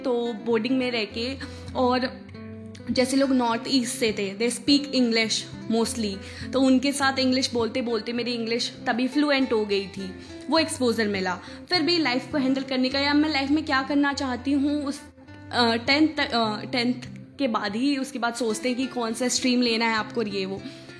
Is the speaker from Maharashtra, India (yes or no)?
no; Bihar, India; मैं बिहार से बिलोंग करती हूँ।